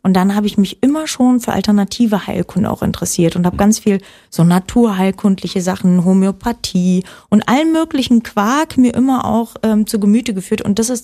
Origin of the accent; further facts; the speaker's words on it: Oranienburg, Brandenburg, Germany; born there; Richtig, also ich bin in Oranienburg geboren und bin dann mit 10 auf ein Sportinternat gegangen